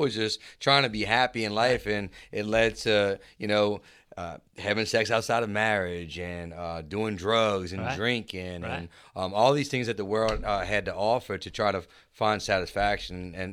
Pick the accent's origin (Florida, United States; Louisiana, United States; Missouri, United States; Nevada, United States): Louisiana, United States; Chalmette; I grew up in Chalmette